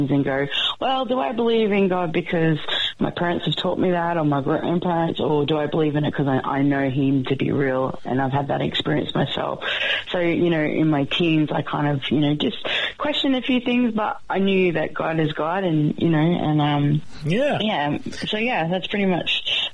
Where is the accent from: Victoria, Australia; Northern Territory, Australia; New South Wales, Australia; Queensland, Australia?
Queensland, Australia; Brisbane; born there; also born or lived in Mount Isa / Warwick; But most of my life I've lived in Brisbane, so for a good 40 years of my life, yeah.